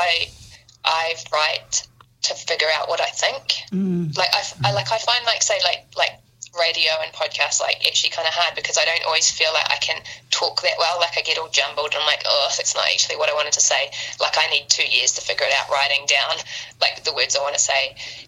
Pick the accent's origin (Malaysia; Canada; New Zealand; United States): New Zealand; Bay of Plenty; moved away; I'm from the Bay of Plenty, you know, and I go home, well, we go home now each summer